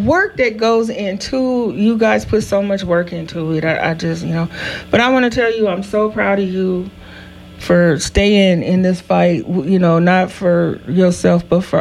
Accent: Chino, California, United States; So Chino, that's in my hometown.

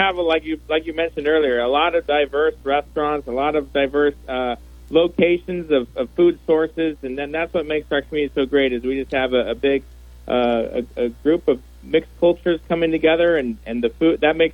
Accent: Chino Hills, California, United States; I was born and raised in Chino Hills. So I was born in 1981, and there was just one tract of homes that I lived in. And over the years, I'm now, I'm 42 years old.

